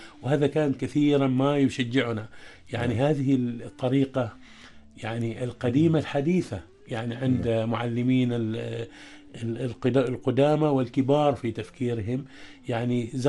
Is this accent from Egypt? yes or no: no; Ibra, North Ash Sharqiyah, Oman; أذكر من أساتذتي في أيام الصغر وأنا في قريتي، قرية الصباخ في ولاية إبرة،